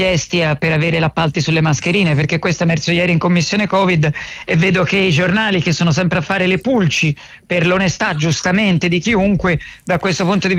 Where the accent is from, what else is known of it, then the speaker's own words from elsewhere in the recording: Tuscany, Italy; Sono contento da toscano di aver confermato Arezzo, vinto Viareggio